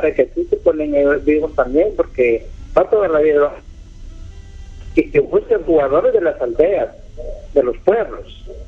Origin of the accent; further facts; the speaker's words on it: Guatemala; Soy cantante … de Guatemala.